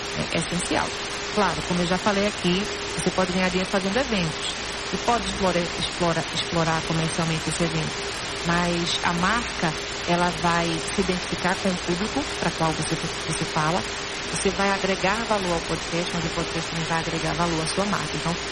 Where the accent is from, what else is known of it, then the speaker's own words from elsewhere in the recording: Pernambuco, Brazil; Sou pernambucana.